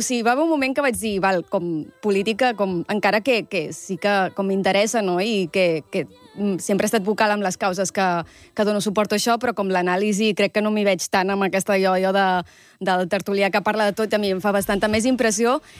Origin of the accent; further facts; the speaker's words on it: Premià, Catalonia, Spain; Doncs em dono treva aquest estiu tornant a Premià, al meu poble, i recordant que hi ha platja